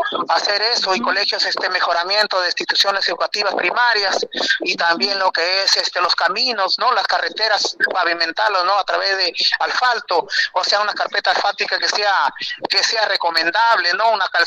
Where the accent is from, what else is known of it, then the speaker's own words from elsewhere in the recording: Jayanca, Lambayeque, Peru; en mi pueblo de Jayanca